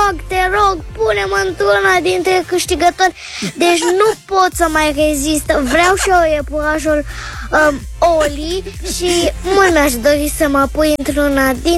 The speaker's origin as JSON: {"language": "Romanian", "town": "Bacău", "region": "Bacău County", "country": "Romania", "said": "din Bacău, am 6 ani jumate"}